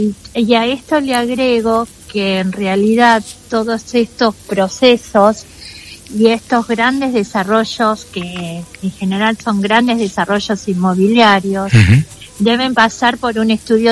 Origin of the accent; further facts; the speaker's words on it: Colonia del Sacramento, Colonia, Uruguay; Soy de Colonia del Sacramento.